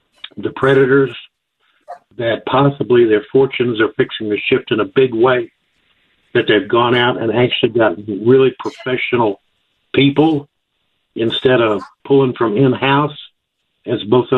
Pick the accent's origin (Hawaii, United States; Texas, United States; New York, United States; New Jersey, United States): Texas, United States; moved away as an adult; now in East Nashville, United States; I was born and raised right outside Houston